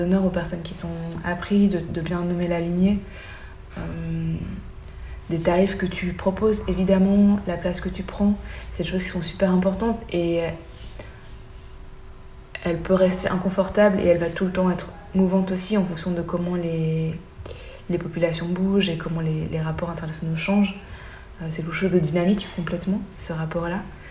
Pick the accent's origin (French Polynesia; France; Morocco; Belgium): Belgium; comme je suis belge au thaï, pour des personnes blanches, en Belgique, personne ne remettrait en question ma légitimité